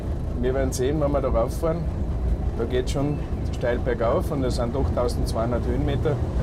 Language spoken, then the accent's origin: German; Carinthia, Austria; also born or lived in Vienna; now in St. Wolfgang, Austria; Und als Kärntner sagt man ja immer, es wird einem das Singen in die Wiege gelegt.